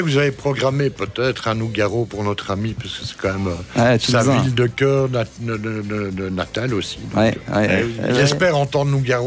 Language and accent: French; Belgium; comme je suis belge et humble, je dis 6 km.